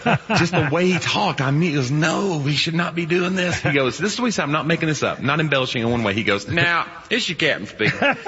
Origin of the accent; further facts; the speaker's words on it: the South, United States; accent: Southern; And I'm from the South, too, so people think if you hear a Southern accent, they immediately, like, start deducting IQ points.